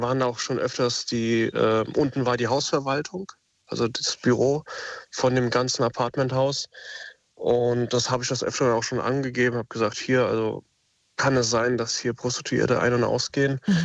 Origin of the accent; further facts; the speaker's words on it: Wiesbaden, Hesse, Germany; Zweite Geschichte natürlich, ich komme aus Wiesbaden, Wilhelmstraße, ist, glaube ich, auch für den einen oder anderen auch bekannt.